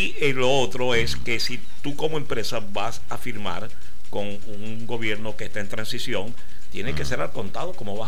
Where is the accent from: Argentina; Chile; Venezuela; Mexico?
Venezuela